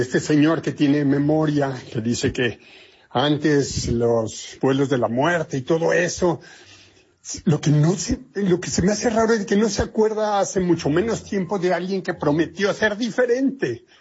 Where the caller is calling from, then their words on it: Mexico City, Mexico; de la Alcaldía Coyoacán.